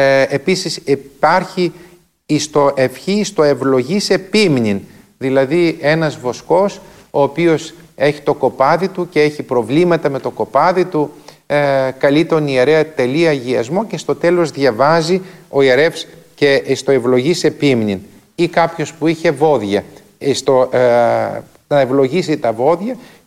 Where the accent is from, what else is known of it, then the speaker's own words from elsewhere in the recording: Soufli, Eastern Macedonia and Thrace, Greece; στην πατρίδα μου τη Θράκη και στον Εύρο, στο σουφλί